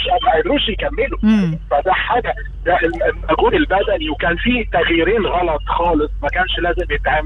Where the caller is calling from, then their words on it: Egypt; أنا واحد مصري